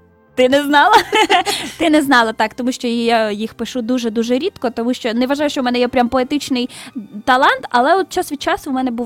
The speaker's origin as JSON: {"language": "Ukrainian", "region": "Cherkasy Oblast", "country": "Ukraine", "said": "Представ, 210 років я з Черкаської області, жодного разу я там не була."}